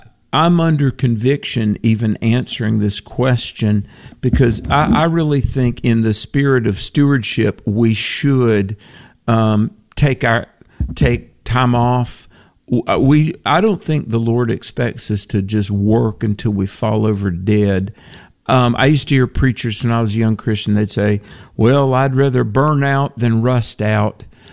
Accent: North Carolina, United States; born or raised there

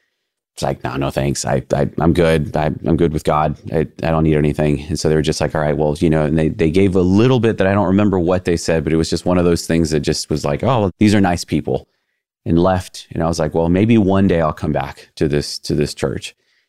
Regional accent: Austin, Texas, United States; I'm from Austin, and here's my story.

